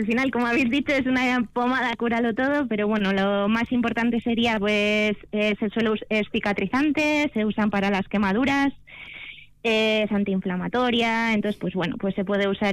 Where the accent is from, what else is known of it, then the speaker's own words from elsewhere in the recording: Vitoria-Gasteiz, Basque Country, Spain; Yo soy de Gasteiz, pero bueno, llevo ya años viviendo en Araya